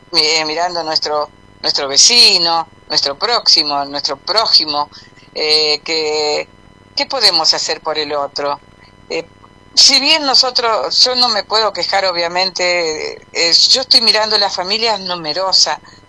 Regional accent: Argentina

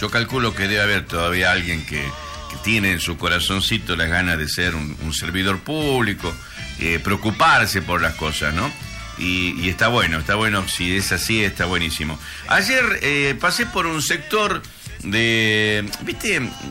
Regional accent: Argentina; yo creo que todos somos argentinos

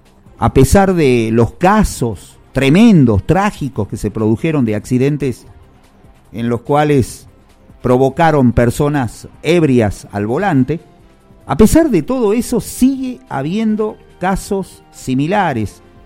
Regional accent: Salta, Argentina; Qué irresponsables que somos los salteños, ¿no?

